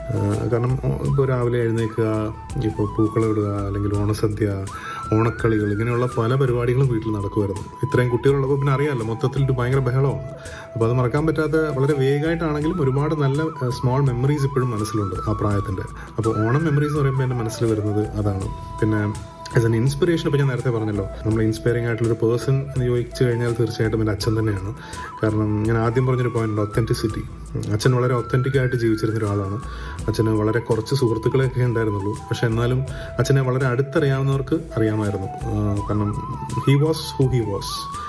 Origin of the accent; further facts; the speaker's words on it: Thiruvananthapuram, Kerala, India; born there; ഒരു 3-ാം class 4-ാം class മുതൽ ഒരു മേ ബി ഒരു 7-ാം ക്ലാസ് 8-ാം ക്ലാസ് വരെയൊക്കെ ഒരു ആ ഒരു സമയം ഉണ്ടല്ലോ. ആ ഒരു സമയം ശരിക്കും തിരുവനന്തപുരത്ത് ഒരു വീട്ടിൽ പൂജപ്പുര ഒരു വീട്ടിലായിരുന്നു ഞങ്ങളെല്ലാവരും താമസിക്കുന്നത്. സോ ഞങ്ങളെല്ലാവരും കൂടെ ജോയിന്റ് ഫാമിലി ആയിട്ട് നിന്നിരുന്ന ഒരു കാലഘട്ടം ഉണ്ടായിരുന്നു.